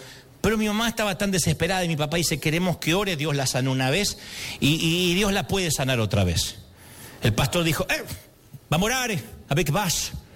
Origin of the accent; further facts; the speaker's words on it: Argentina; yo estaba en Televisión Nacional en mi país, en Argentina